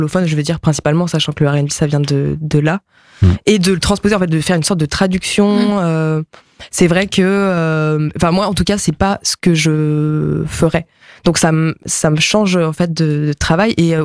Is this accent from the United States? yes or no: no; Nantes, Pays de la Loire, France; first language ja; French is a second language; also born or lived in Belgium; C'était vraiment ma langue maternelle, mais mes parents étaient en Belgique, ils ont bougé à Nantes, à côté de Nantes quand j'avais 4 ans. Donc oui, j'ai vraiment grandi.